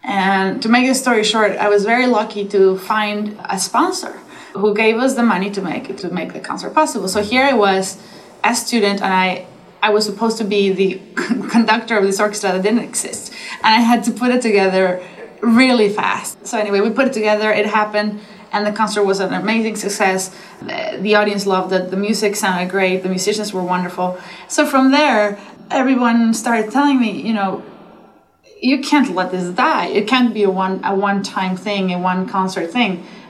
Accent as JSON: {"language": "English", "country": "Mexico", "tie": "born or raised there", "moved": "as an adult", "said": "I grew up in Mexico, and I always wanted to be a conductor since I was 13, 14. Then I managed to move to New York when I was 19"}